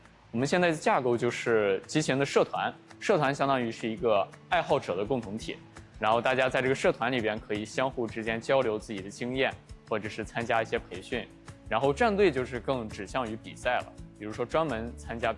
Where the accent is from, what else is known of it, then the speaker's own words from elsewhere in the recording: Shaanxi, China; moved away as an adult; now in southern China; 我是陕西的考生，对，然后第一次来到南方生活